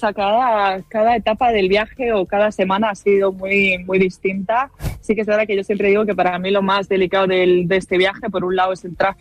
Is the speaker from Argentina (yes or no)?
no; Bilbao, Basque Country, Spain; moved away as an adult; soy de Bilbao, tengo 25 años, viví ahí hasta los 18, y luego desde los 18 hasta ahora he estado prácticamente pues todos estos años fuera de España